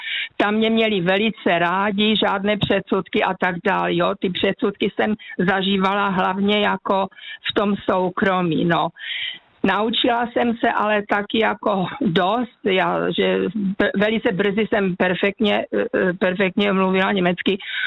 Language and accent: Czech; Ostrava, Moravian-Silesian Region, Czechia; now in Hamburg, Germany; A přitom jsme byli v mém rodném městě, já pocházím z Ostravy, ve čtvrti, kde jsem měla spoustu přátel, rodiny a tak dál.